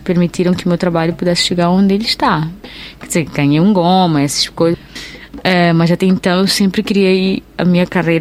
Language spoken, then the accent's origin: Portuguese; Mozambique; É muito interessante isso, que mesmo sendo moçambicana, tem muita coisa sobre a minha cultura que eu não sei.